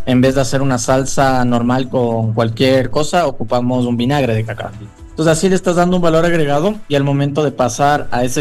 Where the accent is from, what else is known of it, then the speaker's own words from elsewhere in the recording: Ecuador; cada una de estas cosas que nosotros como ecuatorianos nos gusta.